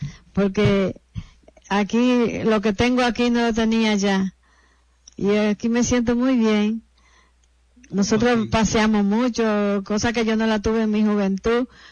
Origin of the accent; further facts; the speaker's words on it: Fantino, Sánchez Ramírez, Dominican Republic; also born or lived in Santo Domingo; now in Pontón, Dominican Republic; O sea, yo vine, yo vine de Fantino, de la capital